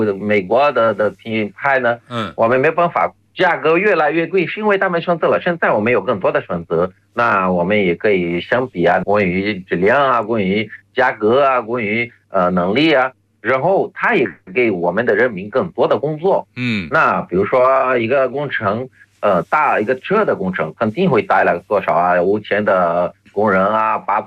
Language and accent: Chinese; Brazil